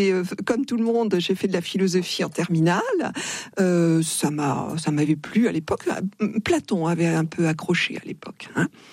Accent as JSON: {"language": "French", "region": "Occitanie", "country": "France", "tie": "born or raised there", "moved": "yes", "lives_now": "Paris, France", "said": "Je suis parisienne, je suis originaire du Tarn, mais parisienne maintenant. Et puis je retourne dans le Tarn, je retourne à mes racines."}